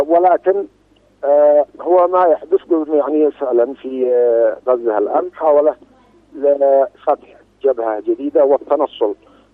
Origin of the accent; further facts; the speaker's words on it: Yemen; نحن شعب يمني لا ينسى ثاره ولن ننسى حدنا